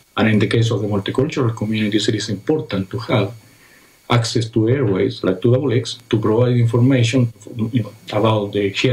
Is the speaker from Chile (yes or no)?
yes; Chile; English is a second language; moved away as an adult; now in Canberra, Australia; I'm a refugee from Chile, actually. And I was doing a rally on my own in Civic with a flag and talking about the dictatorship in my country of origin. I was talking in Spanish because I couldn't speak English at that time.